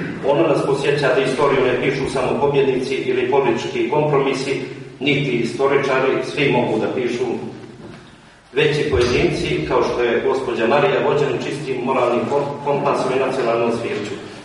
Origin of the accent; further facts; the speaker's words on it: Montenegro; now in Budva, Montenegro; istoričar, porijeklom sam Urine iz Merana, inače živim u Budvi. Velika mi je čast i privilegija što govorim, da kažem, u mom kraju, u mojoj republici dijelom.